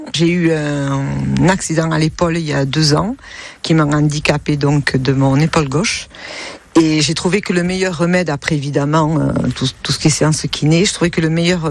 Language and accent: French; Buzy, Nouvelle-Aquitaine, France; je vis sur la Reims depuis le mois de mai. Après, je connais évidemment bien la vallée, puisqu'en étant natif de Buzy